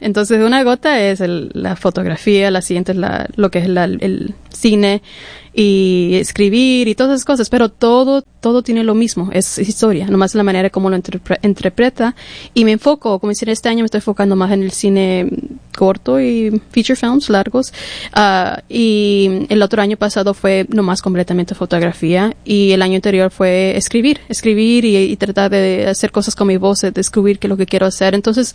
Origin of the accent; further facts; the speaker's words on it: Washington, United States; Spanish is a second language; also born or lived in California; Pero soy de Washington, pero soy washingtonia.